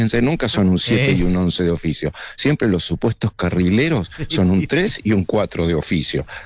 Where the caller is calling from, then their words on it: Buenos Aires, Argentina; de Belgrano.